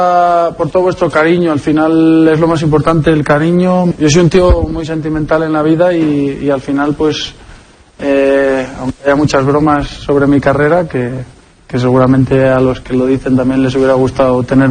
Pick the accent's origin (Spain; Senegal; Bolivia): Spain; Madrid, Community of Madrid; soy de Madrid, de estar en casa